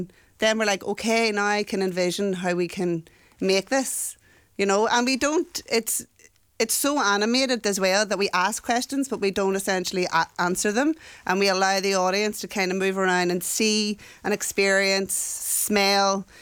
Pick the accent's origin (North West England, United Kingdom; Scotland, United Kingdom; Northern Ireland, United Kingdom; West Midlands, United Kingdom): Northern Ireland, United Kingdom; Belfast; Yeah, I'm up from West Belfast, so would have popped down to the Definition and stuff like that.